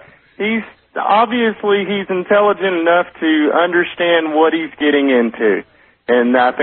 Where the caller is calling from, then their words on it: Austin, Texas, United States; I'm calling from Austin, Texas. Austin, Texas.